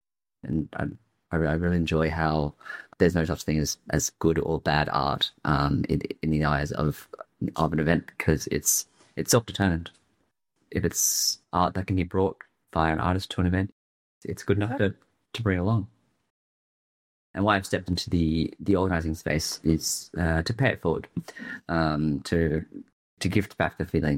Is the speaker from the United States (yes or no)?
no; Australia; growing up in Australia as an ethnic minority